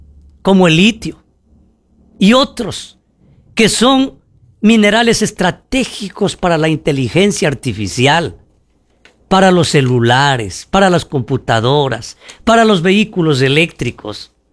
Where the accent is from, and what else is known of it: Ecuador